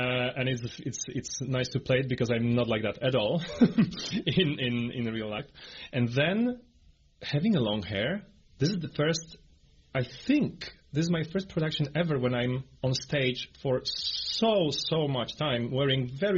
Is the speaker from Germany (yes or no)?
no; Poland; I'm a baritone from Poland.